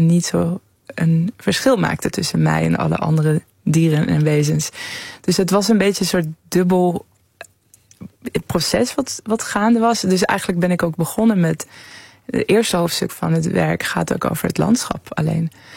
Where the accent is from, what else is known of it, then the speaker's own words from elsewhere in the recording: Tehran, Tehran Province, Iran; Dutch is a second language; now in Netherlands; Ik kwam uit een grote stad. Ik ben opgegroeid in Teheran.